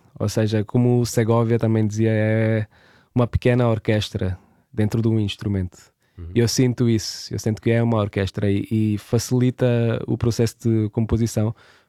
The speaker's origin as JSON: {"language": "Portuguese", "region": "Goa", "country": "India", "moved": "yes", "lives_now": "Portugal", "said": "mesmo sendo uma pessoa que vem de fora, né? Ou seja, vem de Goa"}